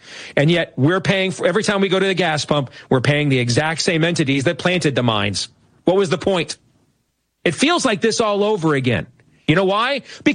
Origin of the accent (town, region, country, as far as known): Iowa, United States